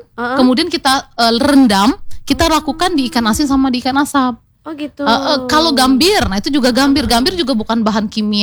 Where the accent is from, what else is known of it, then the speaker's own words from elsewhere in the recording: South Sumatra, Indonesia; moved away as an adult; now in Bengkulu, Indonesia; Dulu saya sebenarnya asalnya tuh bukan dari Bengkulu. Jadi asalnya dari Sumatera Selatan. Lama di enggak ngajar di Palembang, Lahat gitu kan.